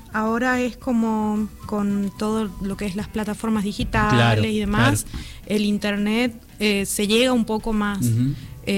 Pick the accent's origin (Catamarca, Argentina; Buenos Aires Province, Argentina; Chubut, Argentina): Catamarca, Argentina; Colpes; now in Buenos Aires, Argentina; en mi pueblito allá en Colpes de Pomán